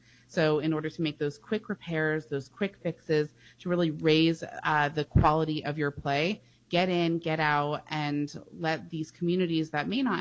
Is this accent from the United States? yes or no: yes; New York, United States; I saw as a New Yorker that this incoming mayor was bringing to the table.